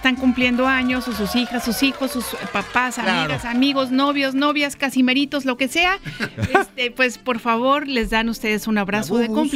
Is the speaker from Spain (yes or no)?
no; Veracruz, Mexico; si somos veracruzanos